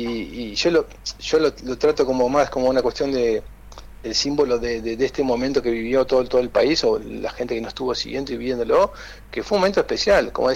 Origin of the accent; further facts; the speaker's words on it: Argentina; competitivos somos de Argentina